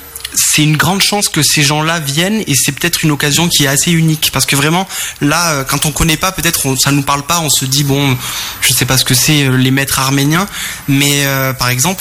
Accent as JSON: {"language": "French", "region": "Nouvelle-Aquitaine", "country": "France", "moved": "yes", "said": "moi, je viens du Pays Basque, dans le sud."}